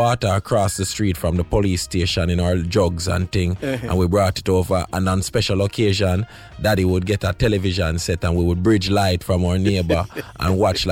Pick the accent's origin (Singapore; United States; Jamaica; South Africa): Jamaica; Kingston, Kingston Parish; So I grew up in Franklin Town, Kingston 16.